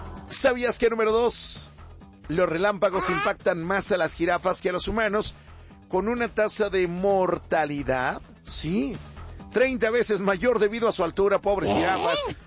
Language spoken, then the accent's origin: Spanish; Mexico City, Mexico; el festejo de la fiesta de mi pueblo allá en la Magdalena Culhuacán.